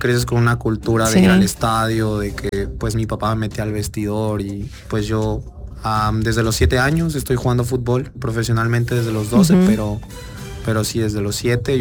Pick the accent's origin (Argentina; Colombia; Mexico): Mexico; Texcoco, State of Mexico; moved away as an adult; also born or lived in Cuernavaca, Morelos; Yo nací en Cuernavaca, Morelos, pero desde los 4 años vivo en el Estado de México, justo en Texcoco, donde jugó Carlos, entonces pues el clima ya sí es frío.